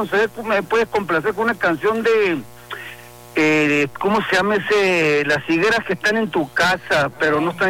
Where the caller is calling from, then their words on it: Nogales, Sonora, Mexico; de Nogales